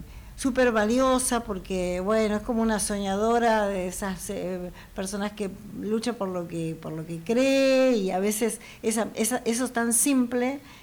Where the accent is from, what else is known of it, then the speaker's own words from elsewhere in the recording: La Plata, Buenos Aires Province, Argentina; now in Buenos Aires, Argentina; yo soy de La Plata, vine a Buenos Aires en el 88 más o menos, me vine para acá a razón de haber participado en un cosquín